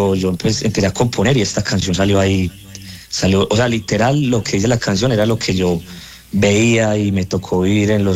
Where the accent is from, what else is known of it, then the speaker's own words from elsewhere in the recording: Bello, Antioquia, Colombia; now in Itagüí, Colombia; Parce, yo soy de Bello, yo vivo hace mucho rato en Itagüí.